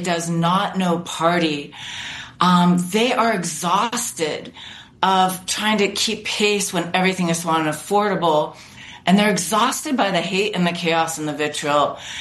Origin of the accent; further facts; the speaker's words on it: Youngstown, Ohio, United States; I grew up in Youngstown, Ohio, pretty rough childhood.